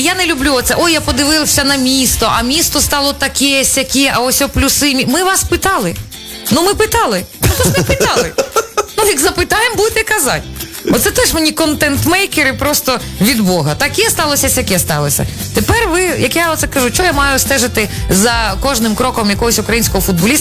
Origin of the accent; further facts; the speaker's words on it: Rivne, Rivne Oblast, Ukraine; Я живу в Рівному, все життя від народження, це моє рідне місто, я його люблю і обожнюю